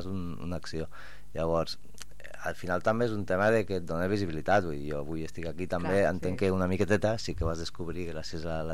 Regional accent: Lleida, Catalonia, Spain; now in El Prat de Llobregat, Spain; jo que soc forani entre cometes, ara ja diem que soc lleidatà de Potablava

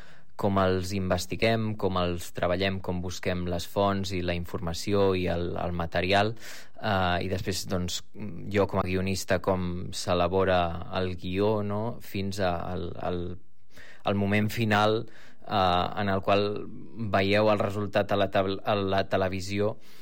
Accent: El Prat de Llobregat, Catalonia, Spain; sóc del Prat també

